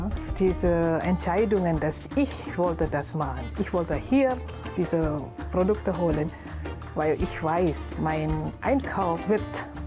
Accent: Indonesia; German is a second language; moved away as an adult; now in Chemnitz, Germany; Ich komme ursprünglich aus Indonesien. Ich bin seit 2004 in Chemnitz und ich bin eigentlich 45 Jahre alt

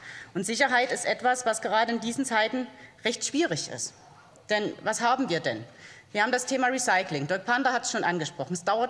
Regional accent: Saxony, Germany; Jetzt komme ich selber aus Südwestsachsen

